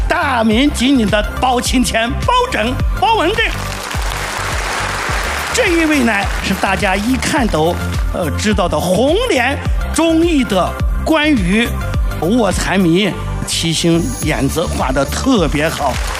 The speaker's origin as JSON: {"language": "Chinese", "region": "Shaanxi", "country": "China", "accent": "Shaanxi", "said": "按我们陕西话说，羊儿郎，"}